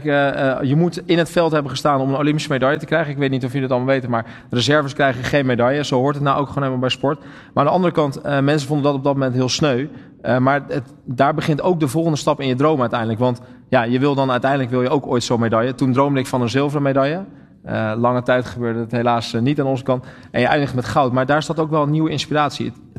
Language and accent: Dutch; Rotterdam, South Holland, Netherlands; moved away as an adult; also born or lived in Barendrecht; als Rotterdammer lag dat een beetje gevoelig ook bij mij thuis